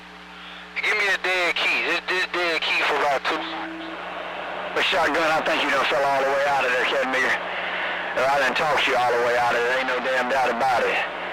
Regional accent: Canal Point, Florida, United States; My hometown is Canal Point.

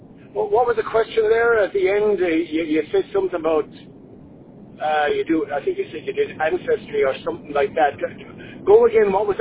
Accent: Tipperary, Munster, Ireland; now in West Cork, Ireland; I'm originally from Tipperary. If you ever heard of the old song … I'm originally from there, but I'm living down here in West Cork now

